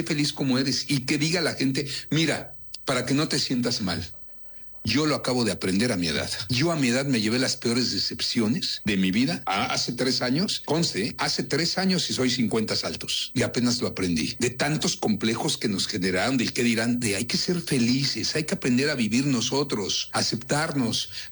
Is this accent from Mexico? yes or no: yes; Mexico